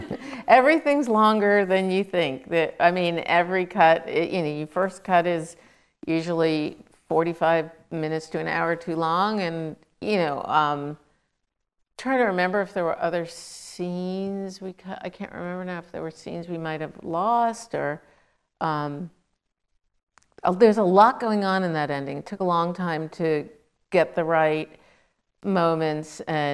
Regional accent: New York, United States; I grew up in Queens, New York.

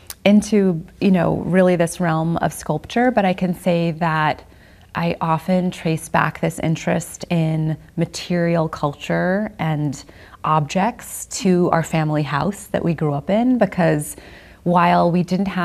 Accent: Queens, New York, United States; And so I feel very lucky that I grew up in Queens

